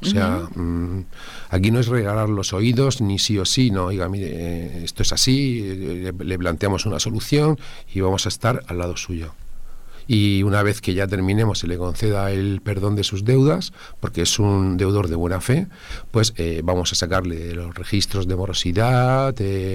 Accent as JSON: {"language": "Spanish", "town": "Molina de Segura", "region": "Region of Murcia", "country": "Spain", "tie": "born there", "said": "nosotros estamos aquí en Molina, yo soy de Molina, nací hace 50 años en la calle justamente detrás de donde tengo el despacho."}